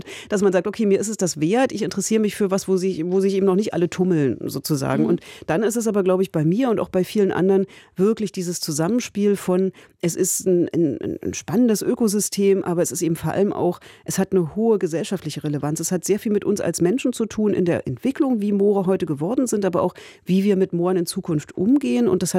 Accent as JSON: {"language": "German", "region": "Berlin", "country": "Germany", "said": "Ich komme ursprünglich aus Berlin."}